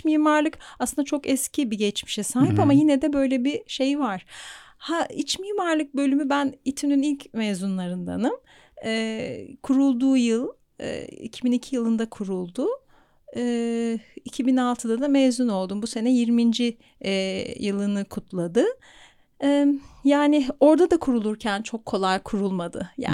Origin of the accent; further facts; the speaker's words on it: Samsun, Turkey; also born or lived in Istanbul; Samsunluyum